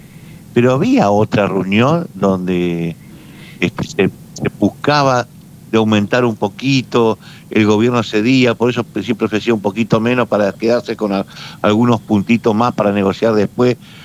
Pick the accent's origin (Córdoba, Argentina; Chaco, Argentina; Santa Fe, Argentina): Santa Fe, Argentina; los santafesinos nos tenemos que hacer cargo para que las rutas estén buenas